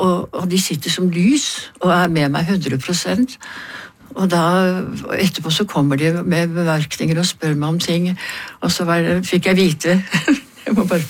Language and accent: Norwegian; Oslo, Norway; Jeg har vokst opp på Beste Vestkant, som det heter